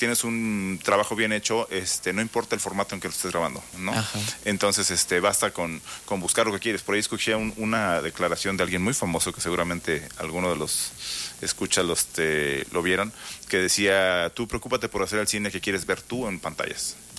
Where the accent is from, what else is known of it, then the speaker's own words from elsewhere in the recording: Uruapan, Michoacán, Mexico; moved away as an adult; now in Morelia, Mexico; yo soy de Europa, Michoacán.